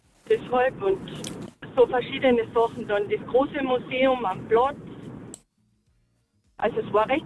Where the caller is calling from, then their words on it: Feld am See, Carinthia, Austria; Wir sind eben aus Feld am See